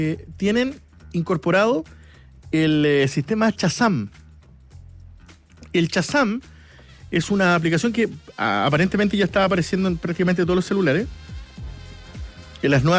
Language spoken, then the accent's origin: Spanish; Chile; porque no me gusta el inglés, porque soy chileno y porque no me gusta la música en inglés.